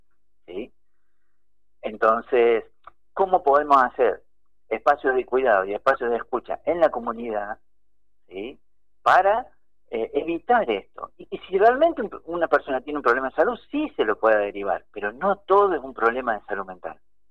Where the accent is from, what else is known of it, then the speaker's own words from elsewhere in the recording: Córdoba, Argentina; accent: cordobés; yo soy cordobés, ¿no? Lo voy a decir en cordobés